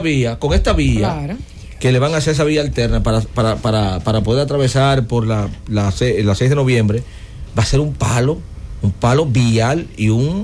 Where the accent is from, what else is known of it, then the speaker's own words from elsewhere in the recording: Santo Domingo Este, Santo Domingo, Dominican Republic; yo vengo de Santo Domingo Este, esa gran ciudad que está cerca del distrito